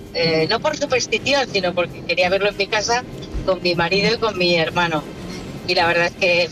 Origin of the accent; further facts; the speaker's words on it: Castilla-La Mancha, Spain; born there; now in Torrelodones, Spain; voy a llegar a mi pueblo, que es Cuéllamos.